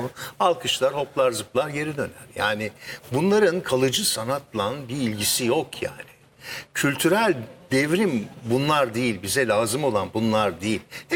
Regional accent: Konya, Turkey; Yani Konya bizim zaten çok yani ben Konyalıyım.

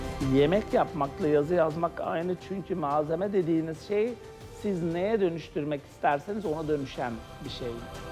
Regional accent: Ağrı Province, Turkey; born there; 1984 Ağrı doğumluyum. Kalabalık bir ailede büyüdüm. 8 kardeşiz.

